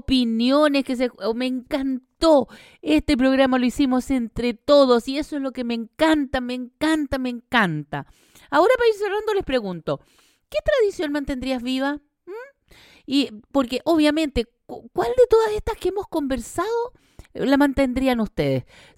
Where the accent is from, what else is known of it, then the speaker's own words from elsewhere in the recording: Chile; esto es lo que somos nosotros como identidad chilena